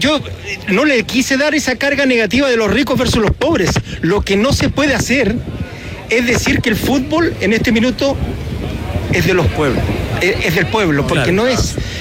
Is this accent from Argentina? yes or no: no; Chile; No, I'm from Chile. South America.